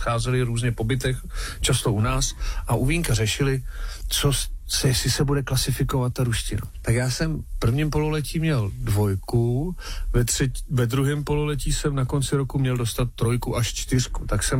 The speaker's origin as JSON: {"language": "Czech", "town": "Ústí nad Labem", "region": "Ústí nad Labem Region", "country": "Czechia", "said": "Anglicky, jasně, a německy, protože jsem z Ústí."}